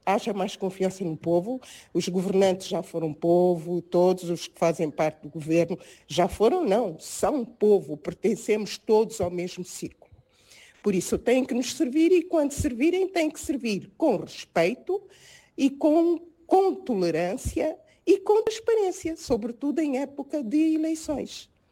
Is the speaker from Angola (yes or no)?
yes; Angola; falo como angolana, realmente, que admira-me e estou feliz porque Angola dá certos passos